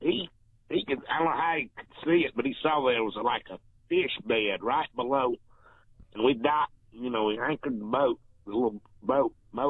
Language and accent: English; Guntersville, Alabama, United States; We grew up in Lake Gunnersville. This was back around 1971, so that was a while back ago.